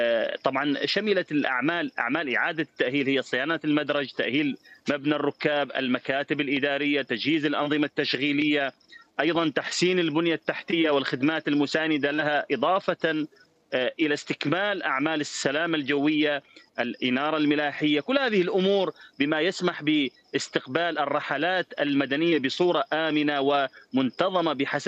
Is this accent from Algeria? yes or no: no; Deir ez-Zor Governorate, Syria; وعندنا في دير الزور